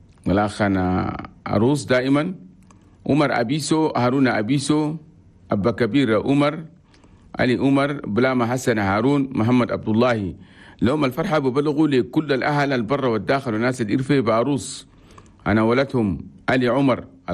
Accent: Chad; وأننا كلنا تشاديين

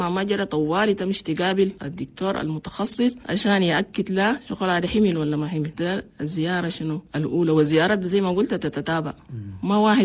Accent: Chad; لأننا نحن عندنا في تشاد نسبة موت عن الأمهات اللي بموتوا في ولودها كتير مرة واحد

